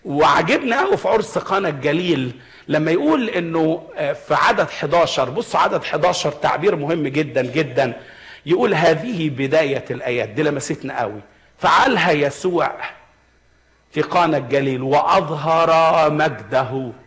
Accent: Egypt; عندنا في مصر

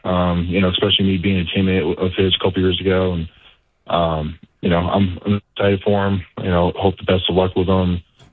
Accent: Massachusetts, United States; now in New Jersey, United States; And now, honestly, I've been loving Jersey. I'm from Massachusetts, so it's only a couple of hours from where I'm from

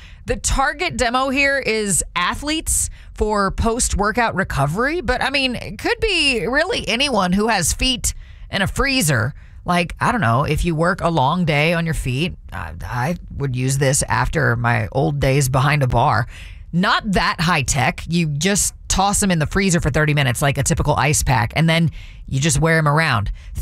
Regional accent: United States; I'm American.

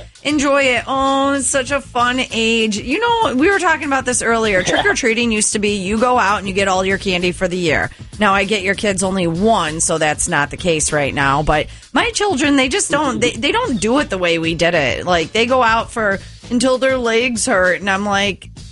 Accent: Zion, Illinois, United States; from Zion, my hometown.

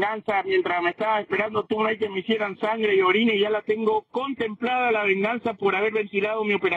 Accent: San Carlos, Mendoza, Argentina; moved away; Yo soy un pueblo que se llama San Carlos, ahí al oeste de Mendoza.

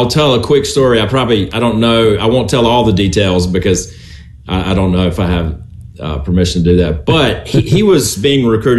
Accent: Mississippi, United States; I'm from the Delta.

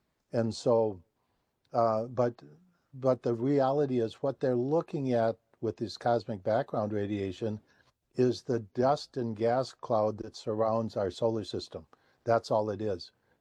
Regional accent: Ireland; I'm Irish, you know, grew up a Catholic.

